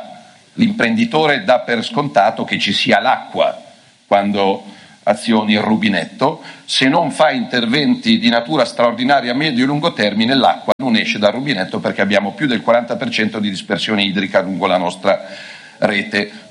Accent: Lombardy, Italy

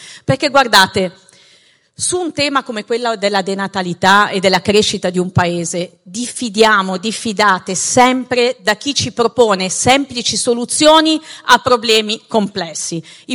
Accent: Aosta Valley, Italy; lo dico da Valdostana

